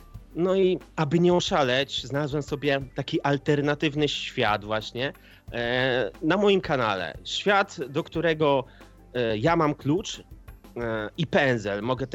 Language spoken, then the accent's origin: Polish; Kalisz, Greater Poland Voivodeship, Poland; Jestem kaliszaninem, Polakiem, człowiekiem